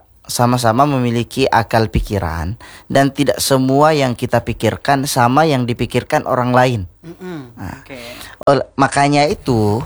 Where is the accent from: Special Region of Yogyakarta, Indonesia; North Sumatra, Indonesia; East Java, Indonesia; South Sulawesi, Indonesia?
South Sulawesi, Indonesia; Saat saya masih sekolah, saya kan orang Bugis. Dan ini teman saya juga sama-sama Bugis, tapi dari tempat yang berbeda.